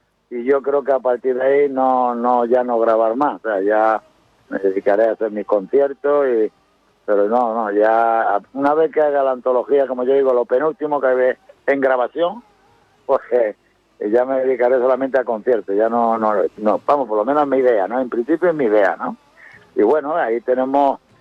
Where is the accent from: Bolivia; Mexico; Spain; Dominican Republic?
Spain; Jerez de la Frontera, Andalusia; Subir al escenario en mi tierra, en Jerez, los nervios son el doble.